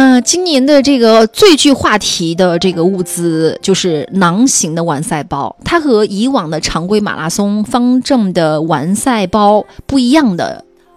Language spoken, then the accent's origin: Chinese; Xinjiang, China; 作为一个新疆人啊